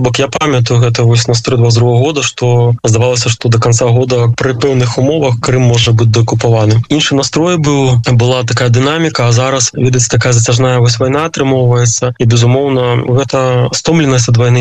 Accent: Baranavichy, Brest Region, Belarus; moved away as an adult; now in Europe; мой родны горад Баранавіч

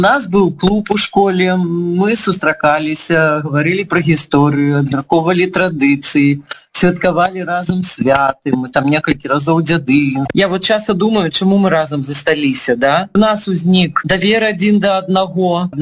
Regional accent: Navahrudak, Grodno Region, Belarus; і нас пустілі да Міцкевіча, таму што мы з Новагрудка.

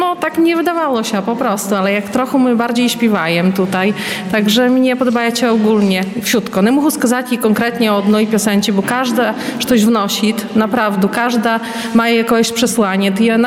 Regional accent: Dubicze Osoczne, Podlaskie Voivodeship, Poland; І живу в другій гміні, ніж гміна тутай Нареш. Походжу з Дубічі Осочних і доїжджаю тутай.

